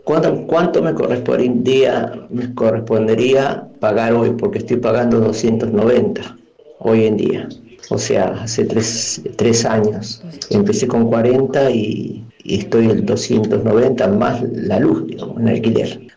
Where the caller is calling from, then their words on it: Moreno, Buenos Aires Province, Argentina; de Moreno.